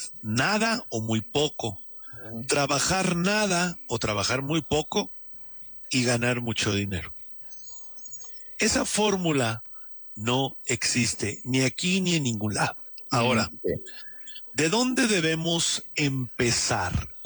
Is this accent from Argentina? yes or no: no; Mexico; Nosotros como mexicanos